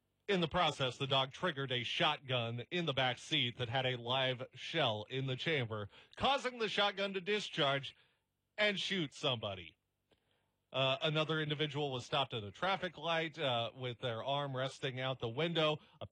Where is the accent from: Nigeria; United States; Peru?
United States; Scottsbluff, Nebraska; moved away; I know my hometown can be a little hillbilly sometimes